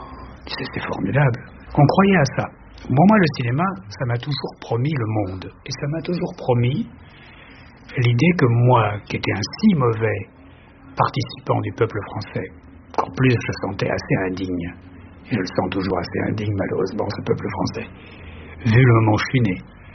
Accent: Paris, Île-de-France, France; Moi, je suis né à Paris.

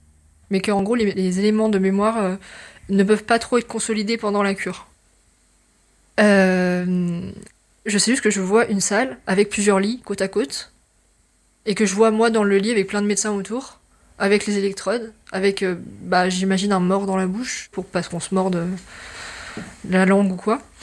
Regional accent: Auvergne-Rhône-Alpes, France; J'ai grandi en Haute-Savoie, disons que mon parcours n'a pas été hyper facile.

